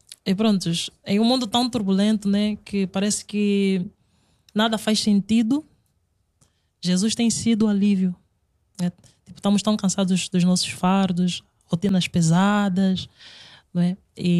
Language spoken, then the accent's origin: Portuguese; Lisbon, Portugal; Eu sou de Lisboa mesmo.